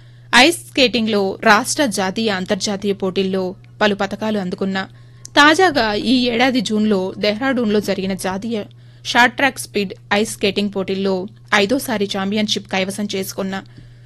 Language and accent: Telugu; Motamarri, Telangana, India; మాది ఖమ్మం జిల్లా, బోనకల్లు మండలం, మోటమర్రి. … అమ్మ వీణ. కుటుంబ వ్యాపార రీత్యా మేమిక్కడ స్థిరపడ్డాం.